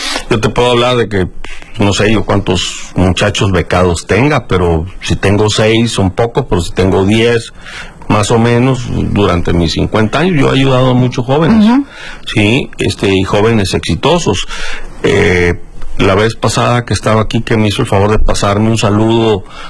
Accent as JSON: {"language": "Spanish", "country": "Mexico"}